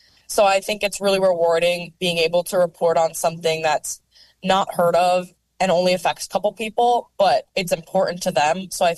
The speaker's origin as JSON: {"language": "English", "town": "Duluth", "region": "Minnesota", "country": "United States", "tie": "born or raised there", "moved": "as an adult", "lives_now": "Minneapolis, United States", "said": "growing up in Duluth, which is a bigger city in Minnesota, and then moving to Minneapolis, I've never lived in a super small town."}